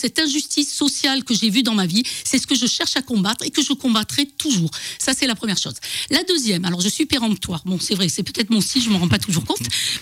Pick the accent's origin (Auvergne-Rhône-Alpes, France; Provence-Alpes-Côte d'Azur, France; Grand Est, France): Provence-Alpes-Côte d'Azur, France; Marseille; moved away; je suis une fille d'immigrés italiens qui sont passés par la Tunisie d'abord, mes parents, un milieu pauvre, hein, je tiens à le dire. Ils sont arrivés à Marseille, ma maman était femme de ménage et mon papa était ouvrier dans une usine de métallurgie.